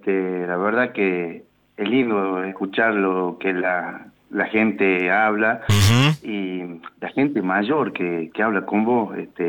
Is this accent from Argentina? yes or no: yes; Concepción, Tucumán, Argentina; Yo soy de Concepción de Tucumán.